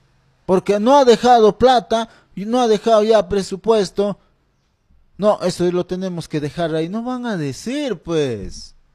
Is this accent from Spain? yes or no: no; Peru; Somos peruanos